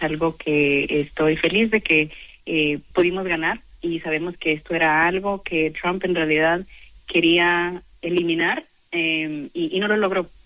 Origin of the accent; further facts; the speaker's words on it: California, United States; born there; now in Milwaukee, United States; Yo cuando nací en California, mi mamá era indocumentada